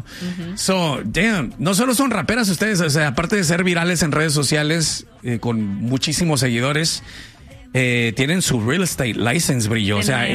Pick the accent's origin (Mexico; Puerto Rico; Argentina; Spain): Mexico; Michoacán; Yo soy de Michoacán también.